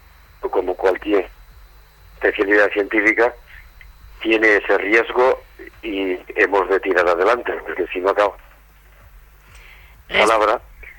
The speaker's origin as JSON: {"language": "Spanish", "town": "Soria", "region": "Castile and León", "country": "Spain", "tie": "born or raised there", "said": "yo nací en Soria, me crié en Soria, estudié en Soria, empecé a trabajar en el Instituto del Borgo Biosma, después en el Instituto Castilla"}